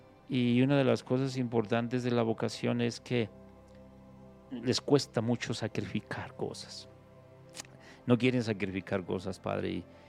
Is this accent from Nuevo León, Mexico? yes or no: no; Zacatecas, Mexico; moved away